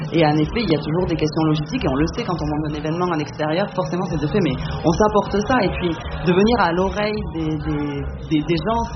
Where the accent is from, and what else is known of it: South-West France, France; now in La Rochelle, France